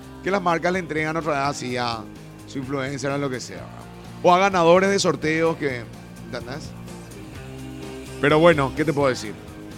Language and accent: Spanish; Paraguay; ¿De dónde sos? De Paraguay.